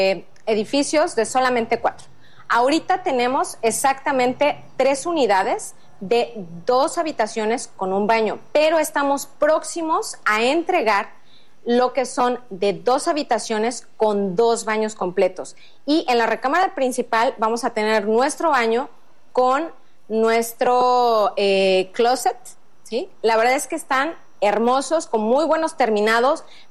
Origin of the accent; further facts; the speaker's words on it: Mexico City, Mexico; now in Puerto Vallarta, Mexico; en este hermoso lugar, mi bahía, que es, pues ahora sí, mi lugar adoptivo. Yo soy originaria de Ciudad de México